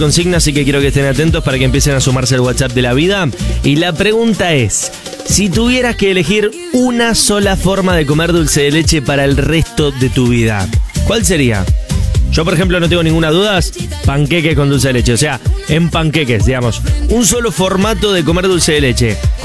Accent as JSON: {"language": "Spanish", "country": "Argentina", "said": "como buenos argentinos que somos"}